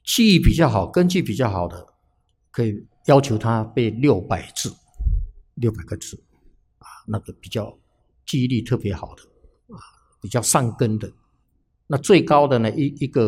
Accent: Taiwan; 所以我们住在台湾的人啊，比较背叛祖宗

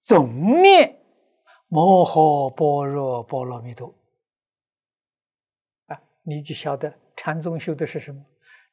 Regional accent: China; 一定是成圆满的大智慧，我们中国人是这样翻法，这样说法。

